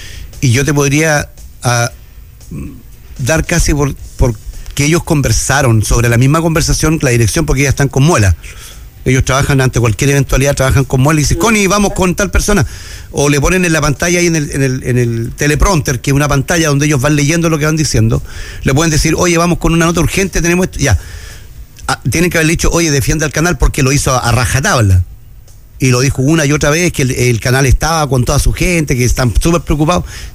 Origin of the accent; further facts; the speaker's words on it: Antofagasta, Chile; los que somos de Antofagasta y sabemos lo que nos pasó en 91 con un aluvión